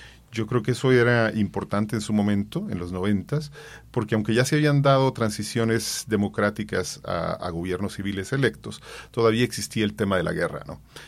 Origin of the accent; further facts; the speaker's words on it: Guatemala; now in Colombia; yo creo que era muy importante para mí como latinoamericano y como centroamericano poder participar en este proceso. Mi país estuvo en guerra también durante 36 años